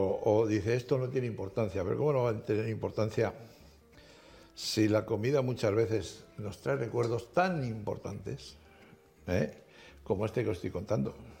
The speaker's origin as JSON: {"language": "Spanish", "town": "Portugalete", "region": "Basque Country", "country": "Spain", "tie": "born or raised there", "also_born_or_lived": "Salamanca, Spain / Bilbao, Spain", "said": "aunque nací en Salamanca, me crié en Bilbao, y bueno, más en Bilbao, siendo niño, en Portugalete. De hecho, yo tomé la primera comunión en Portugalete."}